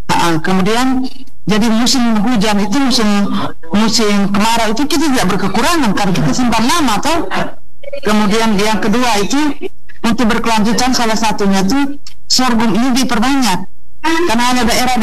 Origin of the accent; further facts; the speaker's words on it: Flores, East Nusa Tenggara, Indonesia; now in Kupang, Indonesia; Iya, di kampung saya masih bagus sekali, di Florence pada umumnya.